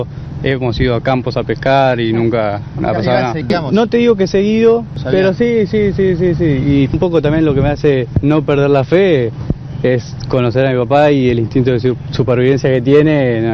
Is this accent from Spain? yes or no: no; Plátanos, Buenos Aires, Argentina; Somos de acá de Plátanos.